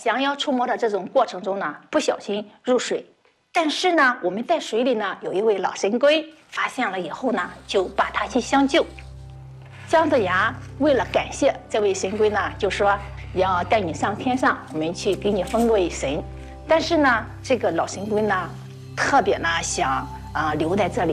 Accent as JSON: {"language": "Chinese", "town": "Linyi", "region": "Shandong", "country": "China"}